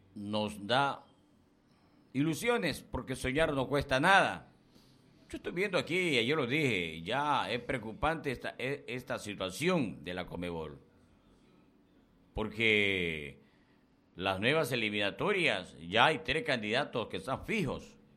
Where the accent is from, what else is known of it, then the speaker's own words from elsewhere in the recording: Los Ríos, Ecuador; born there; Ah, no, por supuesto. Yo no puedo negar mi tierra donde nací.